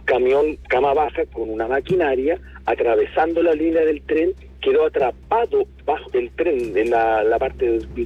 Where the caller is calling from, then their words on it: Requínoa, O'Higgins, Chile; te llamo de la comuna de Requinoa, en la ruta interior que va hacia Requinoa.